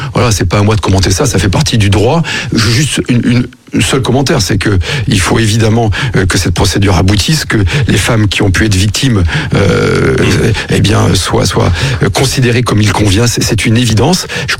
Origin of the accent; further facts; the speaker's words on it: France; Nous allons payer tous, en tant que Français